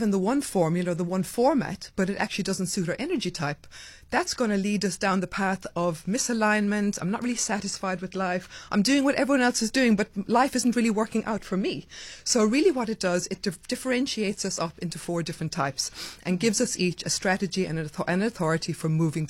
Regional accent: Killarney, Munster, Ireland; moved away as an adult; also born or lived in South Africa; So I grew up in Ireland, the southwest of Ireland.

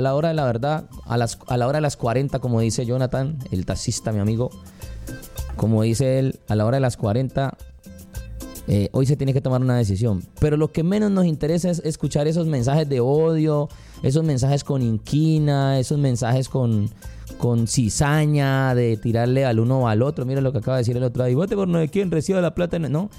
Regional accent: Colombia; pensemos como colombianos

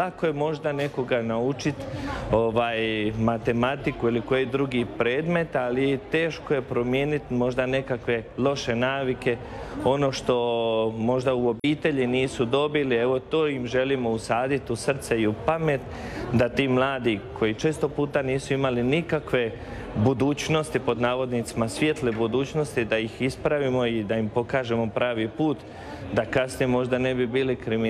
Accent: Zavidovići, Federation of Bosnia and Herzegovina, Bosnia & Herzegovina; also born or lived in Bolivia; Franjevac Kapucin i rodom sam iz Župe Zavidović, svećenik već 17 godina, a u tih 17 godina, 10,5 godina misionar u Boliviji.

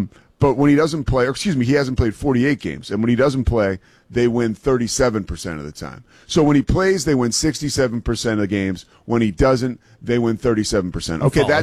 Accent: Philadelphia, Pennsylvania, United States; I'm from Philly. I have like pretty strong media ties there.

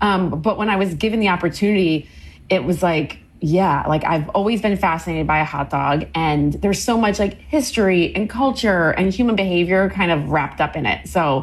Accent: Maryland, United States; Like me growing up in Maryland, those are always the things, a hot dog or a hamburger.

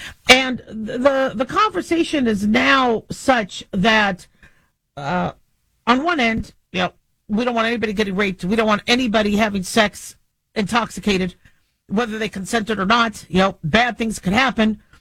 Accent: United States

